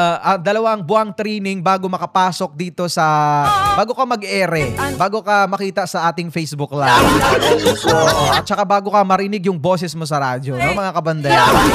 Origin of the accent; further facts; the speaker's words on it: Palapag, Eastern Visayas, Philippines; moved away as an adult; also born or lived in Gamay; now in Catarman, Philippines; taga-Palapag ako.